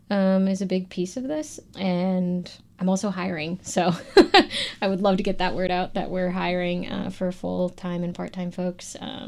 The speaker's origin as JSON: {"language": "English", "region": "Michigan", "country": "United States", "also_born_or_lived": "New York City", "moved": "as an adult", "lives_now": "Martha's Vineyard, United States", "said": "I'm from Michigan originally."}